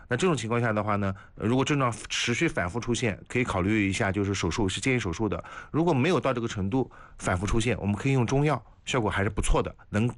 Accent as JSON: {"language": "Chinese", "country": "China", "said": "我们中国人"}